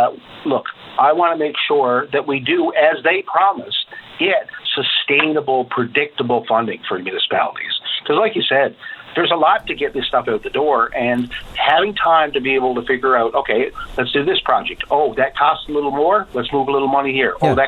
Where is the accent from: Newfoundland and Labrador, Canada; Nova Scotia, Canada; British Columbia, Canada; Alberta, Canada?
Newfoundland and Labrador, Canada; Corner Brook; talking to my hometown and in Corner Brook, they have all their funds allocated for their 3-year program